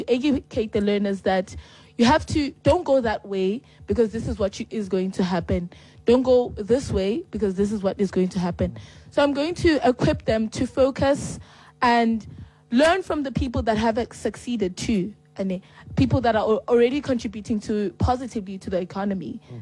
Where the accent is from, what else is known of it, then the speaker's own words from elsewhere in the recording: Motherwell, Eastern Cape, South Africa; Yeah, because there's a lot of crime happening in my area. We're from Motherwell. We're also from Motherwell too, by the way. Motherwell is known to be the worst, literally the worst areas in Gqeberha, in terms of a crime and all of that.